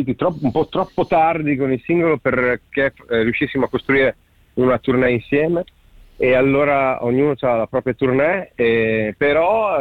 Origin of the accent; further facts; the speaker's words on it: Sassuolo, Emilia-Romagna, Italy; Lui era venuto a Sassuolo a fare una... Io sono di Sassuolo